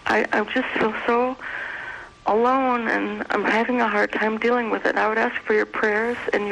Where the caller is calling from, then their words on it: Pennsylvania, United States; Pennsylvania.